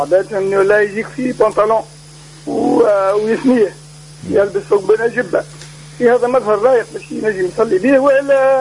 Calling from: Tunisia; من كوتين.

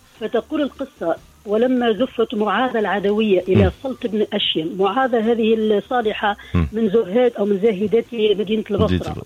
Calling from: Tunisia

